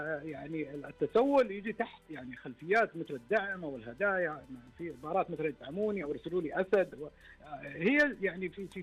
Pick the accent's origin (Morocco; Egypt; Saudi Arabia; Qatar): Saudi Arabia; إحنا كمجتمع سعودي